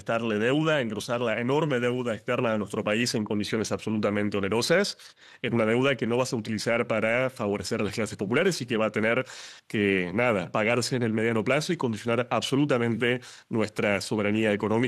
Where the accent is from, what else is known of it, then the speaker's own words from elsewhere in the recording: Argentina; residiendo en mi país, en la Argentina